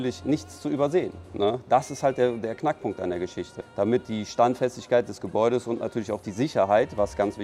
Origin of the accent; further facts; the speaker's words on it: Bonn, North Rhine-Westphalia, Germany; Weil ich selber bin hier aufgewachsen in Bonn, sehe natürlich Orte von oben, die ich normalerweise nur von unten gesehen habe.